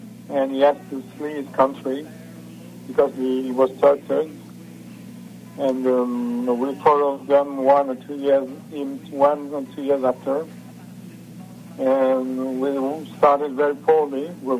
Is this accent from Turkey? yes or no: yes; Turkey; English is a second language; I am Kurd from Turkey.